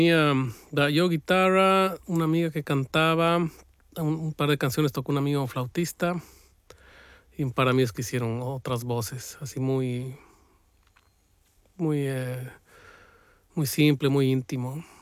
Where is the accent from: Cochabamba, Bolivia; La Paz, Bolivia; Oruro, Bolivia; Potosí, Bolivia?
La Paz, Bolivia; moved away as an adult; Yo salí de Bolivia en 2007 a estudiar producción musical acá en Gante.